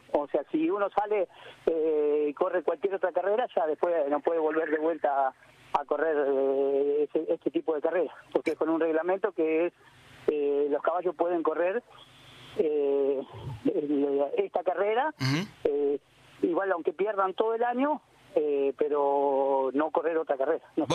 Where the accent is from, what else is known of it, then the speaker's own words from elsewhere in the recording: La Pampa, Argentina; Nosotros que somos criados, nacidos y criados en La Pampa